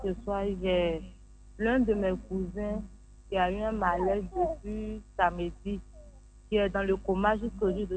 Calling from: Abidjan, Côte d’Ivoire; Je suis Abidjan … J'habite au Doki.

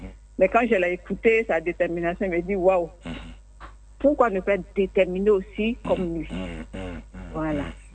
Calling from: Yopougon, Abidjan, Côte d’Ivoire; je suis à Yopougon

